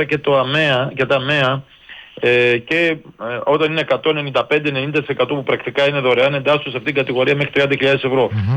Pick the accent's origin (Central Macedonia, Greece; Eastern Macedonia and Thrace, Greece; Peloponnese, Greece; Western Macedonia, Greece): Western Macedonia, Greece; Pontokomi; εγώ προσωπικά είμαι από λιγνητική περιοχή, κατάγομαι από την Ποντοκόμη Κοζάνη